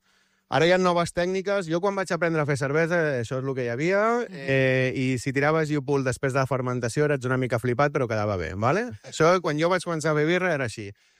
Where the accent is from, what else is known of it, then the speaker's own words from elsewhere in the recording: Arenys de Mar, Catalonia, Spain; Arenys de Mar, sempre. Capital de l'Almaresma.